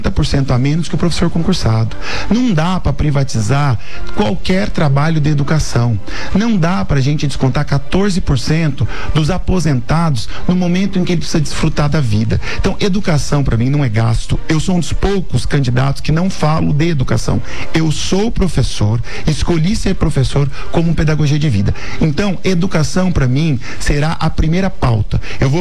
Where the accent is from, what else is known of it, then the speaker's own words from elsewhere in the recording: Naviraí, Mato Grosso do Sul, Brazil; also born or lived in Ivinhema / Dourados; Eu devo tudo ao que eu tenho a Ivinhema, Naviraí e Dourados. Porque eu nasci em Ivinhema, me alfabetizei em Naviraí